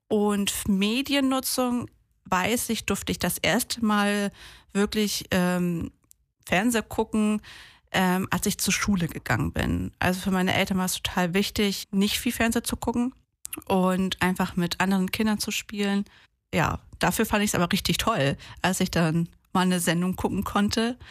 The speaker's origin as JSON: {"language": "German", "region": "Hamburg", "country": "Germany", "tie": "born or raised there", "also_born_or_lived": "Portugal", "said": "da war ich 2 oder 3 Monate alt nach Deutschland gekommen mit meinen Eltern. Und ich bin bei meinen Großeltern mütterlicherseits und auch mit den Geschwistern von meiner Mutter groß geworden. Wir haben in einer 3-Zimmer-Wohnung mitten auf St. Pauli gelebt."}